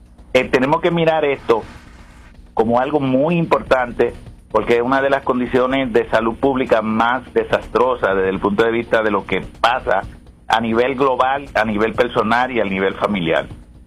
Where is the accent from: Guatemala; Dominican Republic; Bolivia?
Dominican Republic; moved away; para nosotros como migrantes en sentido general y como dominicanos en particular